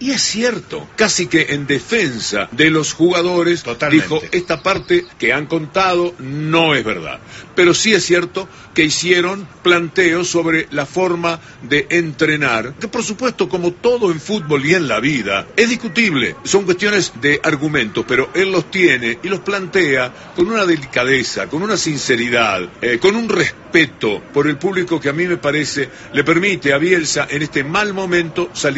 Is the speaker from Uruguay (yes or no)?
yes; Uruguay; Yo, que soy del Uruguay, conozco perfectamente cuál es la idea en general del fútbol uruguayo